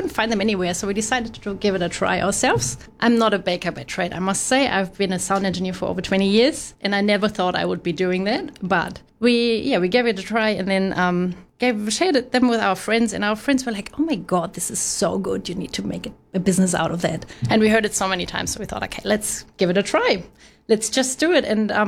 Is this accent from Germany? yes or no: yes; Germany; moved away as an adult; also born or lived in Australia; now in New Zealand; We lived in Australia before we came here, and we grew up in Germany.